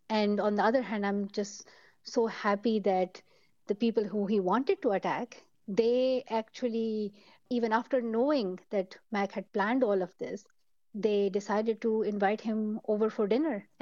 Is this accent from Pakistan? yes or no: yes; Pakistan; The gunman who shot me were told that I was not belonging to Islam or to their culture, that I was somebody alien to them.